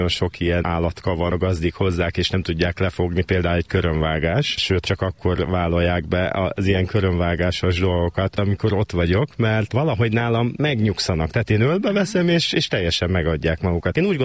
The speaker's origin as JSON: {"language": "Hungarian", "town": "Odorheiu Secuiesc", "region": "Harghita", "country": "Romania", "also_born_or_lived": "Székesfehérvár, Hungary", "moved": "yes", "lives_now": "Sárszentmihály, Hungary", "said": "Erdélyből származom, Székelyudvarhelyről, és akkor kiköltöztem ide Székesfehérvárra még anno szülőkkel"}